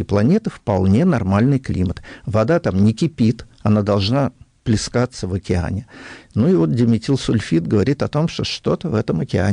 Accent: Southern Urals, Russia; мы же с Южного Урала оба

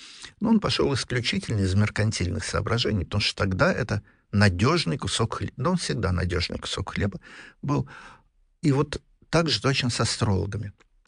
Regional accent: Russia; Я говорю, да я вот из России

